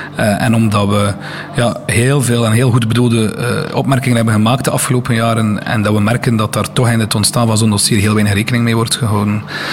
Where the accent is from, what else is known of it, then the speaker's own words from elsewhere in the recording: Ostend, Flanders, Belgium; hoeveel pijn dat doet als Oostendenaar